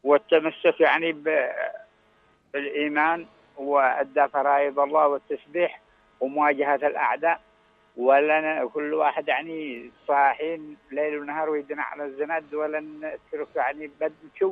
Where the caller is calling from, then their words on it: Hajjah, Yemen; من محافظه حجه.